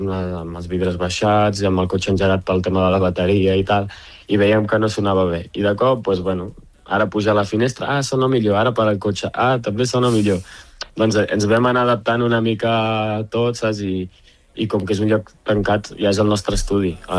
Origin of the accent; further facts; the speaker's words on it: Catalonia, Spain; si estic a la selecció catalana és perquè sóc català